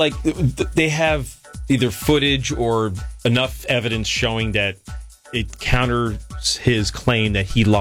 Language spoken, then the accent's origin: English; New Jersey, United States; She's from Jersey, so I don't know.